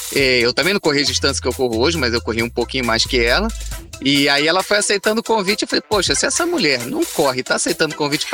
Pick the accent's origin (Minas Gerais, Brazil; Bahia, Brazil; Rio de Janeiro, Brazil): Rio de Janeiro, Brazil; eu, quando era mais jovem, como sou do Rio de Janeiro, eu fazia muita trilha